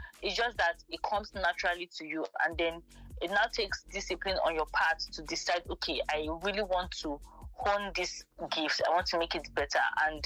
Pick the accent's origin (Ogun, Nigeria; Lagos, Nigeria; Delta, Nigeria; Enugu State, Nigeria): Delta, Nigeria; now in Abuja, Nigeria; I'm a Nigerian from Delta State, to be precise.